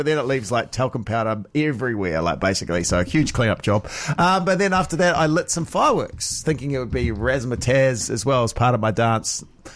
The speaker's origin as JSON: {"language": "English", "town": "Masterton", "region": "Wellington", "country": "New Zealand", "tie": "born or raised there", "moved": "yes", "said": "Masterton, my hometown where I grew up."}